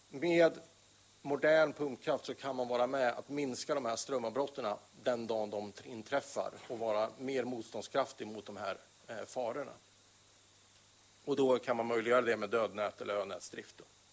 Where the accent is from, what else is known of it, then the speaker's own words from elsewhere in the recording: Värmland, Sweden; Inte bara för att jag är värmlänning